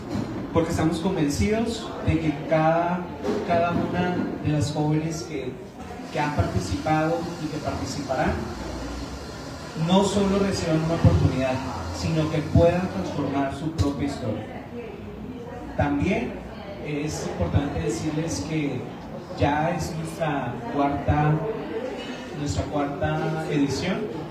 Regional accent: Hidalgo del Parral, Chihuahua, Mexico; Qué gusto estar acá en Parral, mi tierra.

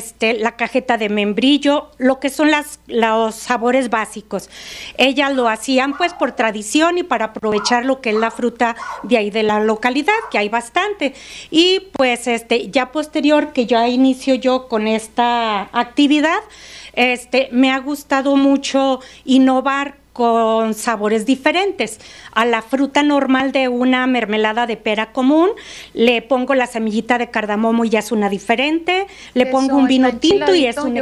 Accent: El Tambor, Mexico; en el rancho, en el Tambor, yo soy del Tambor, originaria del Tambor, ahí nací

